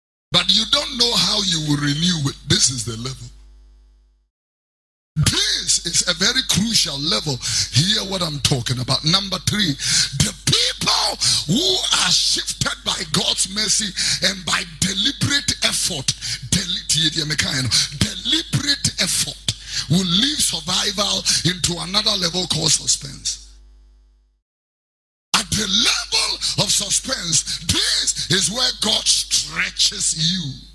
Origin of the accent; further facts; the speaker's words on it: Accra, Greater Accra, Ghana; I lived with many people where I grew up here in Abeka and Fadama